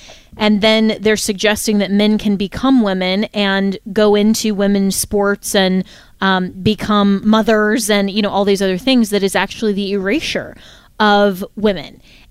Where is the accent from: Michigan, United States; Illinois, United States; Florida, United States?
Florida, United States; And I'd love for you to come to my home state of Florida. We should do one here.